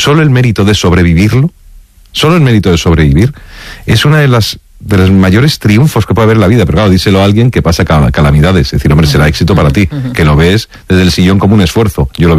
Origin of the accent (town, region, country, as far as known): Spain